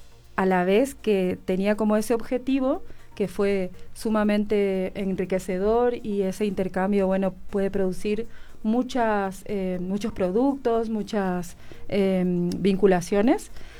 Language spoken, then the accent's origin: Spanish; Corrientes, Argentina; Corrientes, de donde vengo